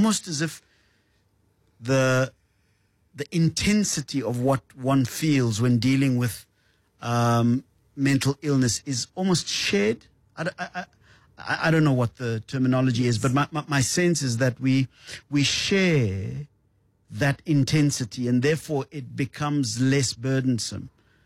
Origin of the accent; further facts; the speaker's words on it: Mamelodi, Gauteng, South Africa; I want to tell you a story about a guy when I was growing up in Mamelodi who was a bit antisocial.